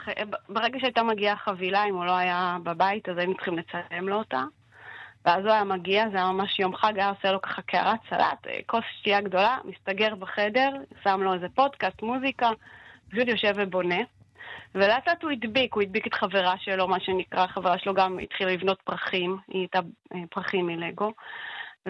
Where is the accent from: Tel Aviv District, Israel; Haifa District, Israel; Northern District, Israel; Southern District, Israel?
Haifa District, Israel; Hadera; כי בעלי זה היה עם שבת, אנחנו פה מחדרה ופה לא היו אזעקות